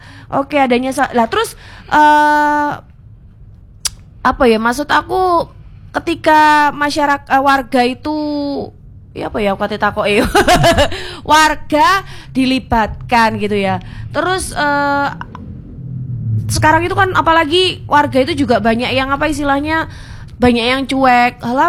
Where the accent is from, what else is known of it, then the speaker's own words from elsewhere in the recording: Surabaya, East Java, Indonesia; aku dewe kan sebagai warga Surabaya